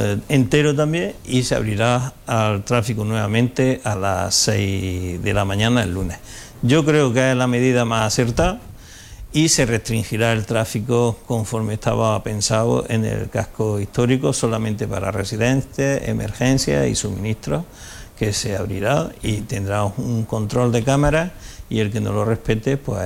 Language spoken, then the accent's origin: Spanish; Úbeda, Andalusia, Spain; Yo soy del barrio del Ejido, el del Lejío.